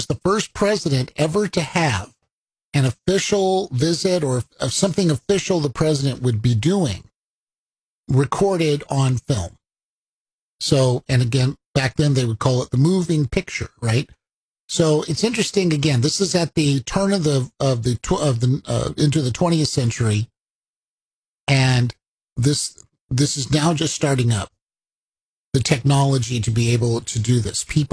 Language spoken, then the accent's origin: English; California, United States; I never got into skateboarding, even though I was growing up in California and just about everybody had skateboards back then